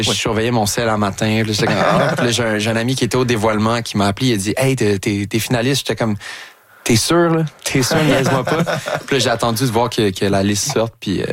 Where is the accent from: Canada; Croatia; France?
Canada; Longueuil, Quebec; En fait, moi j'ai grandi dans le Vieux-Longueuil, puis lui aussi habitait là.